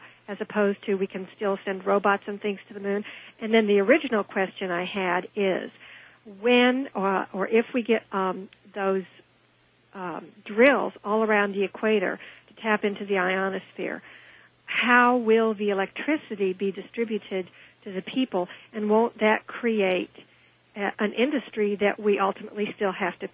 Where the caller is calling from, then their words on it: Murfreesboro, Tennessee, United States; I'm calling from Murfreesboro, Tennessee on WGNS, which is the Good Neighbor Station.